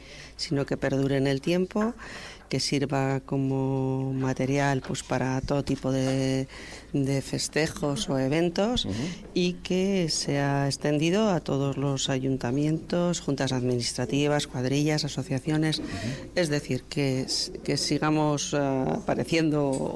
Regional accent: Manzanos, Basque Country, Spain; de Manzanos. Sí, yo soy de Manzanos

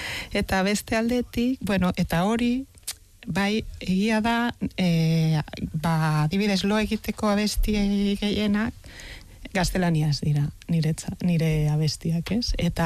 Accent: Barcelona, Catalonia, Spain; Basque is a second language; Nik ere nire gaztelaniaz hitz egiten zuen familia batetik nator. Bartzelonakoa naiz.

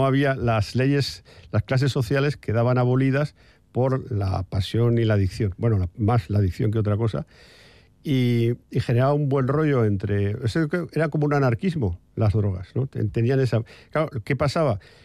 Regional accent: Spain; En la España de finales de los 70, en la España que yo fui crío, o sea, joven, yo tenía 17 años, en el 79

